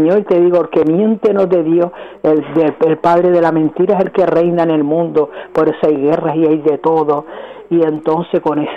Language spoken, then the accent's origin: Spanish; Canary Islands, Spain; como dice mi familia de Cuba, que tú sabes que soy más canaria que el gofio